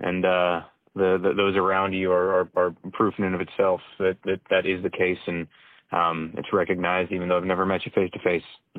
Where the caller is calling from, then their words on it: Chicago, Illinois, United States; I'm calling in from Chicago myself.